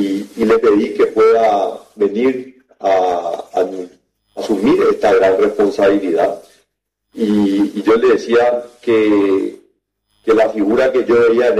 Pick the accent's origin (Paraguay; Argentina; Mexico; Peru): Paraguay; estoy profundamente orgulloso como paraguayo